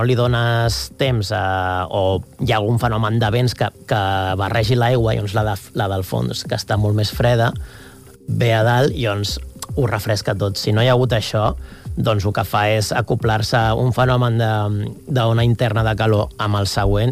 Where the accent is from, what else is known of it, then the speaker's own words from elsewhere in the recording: Catalonia, Spain; jo que sóc del Maresme